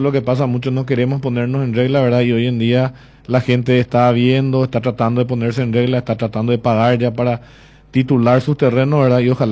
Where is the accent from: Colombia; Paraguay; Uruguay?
Paraguay